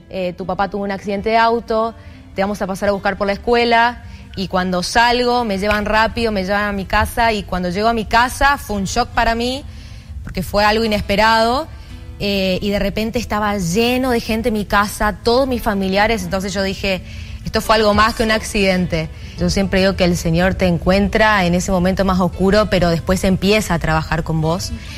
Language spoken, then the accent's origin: Spanish; Santa Fe, Argentina; Bueno, yo soy de Argentina, soy de una provincia que se llama Santa Fe, nací allá. Y bueno, tengo 28 años actualmente.